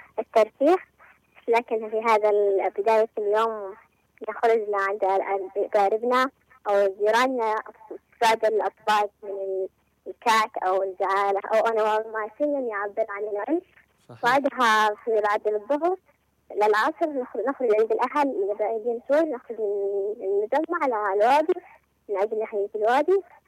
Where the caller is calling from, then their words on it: Marib, Yemen